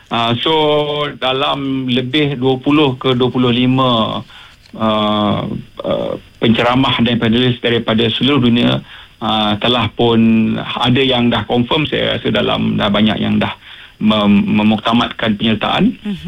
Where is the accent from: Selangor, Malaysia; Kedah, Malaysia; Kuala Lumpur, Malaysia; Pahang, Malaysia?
Pahang, Malaysia; Jerantut; saya sebenarnya saya orang Pahang, saya orang Jerantut.